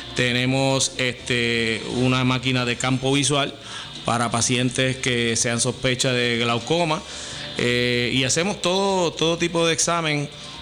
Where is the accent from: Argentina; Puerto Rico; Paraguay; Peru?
Puerto Rico; Cabo Rojo; Yo soy criado y nacido en Cabo Rojo, es correcto.